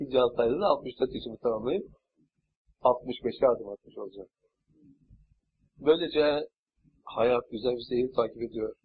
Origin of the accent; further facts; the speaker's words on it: İznik, Bursa, Turkey; born there; Bugün 64 yaşıma girmiş oluyor. 29 Kasım 1933 yılında Bursa'nın Yenişehir İznik ilçesinde doğdum. İşte o tarihten bu tarafa geçen 63 yılımızı bugün tamamlamış oldum. Ve 64 yaşımıza adım attık.